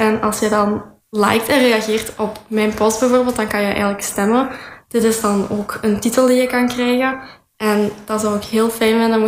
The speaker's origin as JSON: {"language": "Dutch", "town": "Bocholt", "region": "Limburg", "country": "Belgium", "said": "Ja, ik ben van Bocholt."}